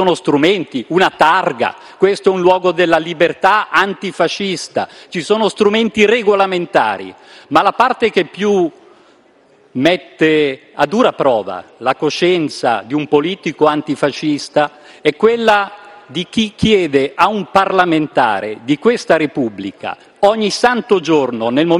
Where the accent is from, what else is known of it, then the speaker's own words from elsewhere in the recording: Morbegno, Lombardy, Italy; Vengo da Morbegno, città di Ezio Vanoni